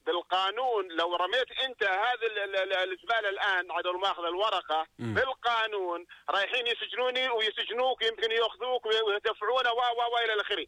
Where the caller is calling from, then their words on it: Jordan; لانه احنا كمواطنين اردنيين نطلع ونشارك باستطلاعات